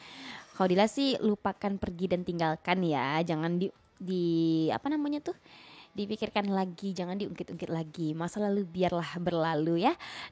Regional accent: West Sumatra, Indonesia; aku ini orang Minang asli Bang deh. Bukan orang Aceh ya, tapi orang Minang asli.

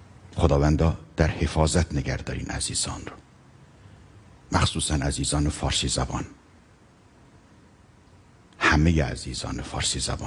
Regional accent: Iran; خیلی خوشحال هستم به عنوان یک ایرانی

